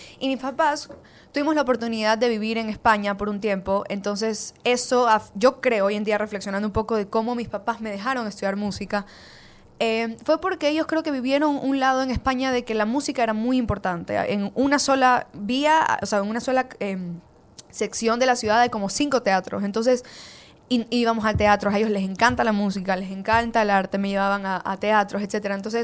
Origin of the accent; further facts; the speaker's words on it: Ecuador; nosotros mismos como ecuatorianos